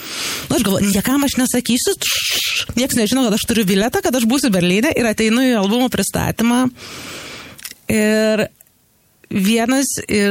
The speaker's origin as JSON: {"language": "Lithuanian", "region": "Hamburg", "country": "Germany", "tie": "born or raised there", "also_born_or_lived": "Berlin", "moved": "yes", "lives_now": "Utena, Lithuania", "said": "Ar Hamburgą, kur mano vaikystė prabėgo, ar Kelną, kur yra mano nekraujo šeima, ar rinktis Berlyną, kur aš gyvenau."}